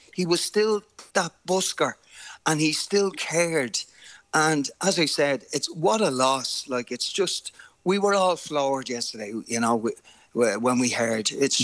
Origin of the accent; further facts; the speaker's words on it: Dublin, Leinster, Ireland; But I was from Ballymun